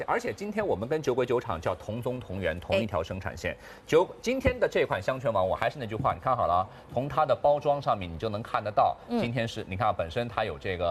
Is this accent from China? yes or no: yes; China; 我们其实中国人几千年来，对吧？我们说是辛苦的劳作日出而作，日落而息，对吧？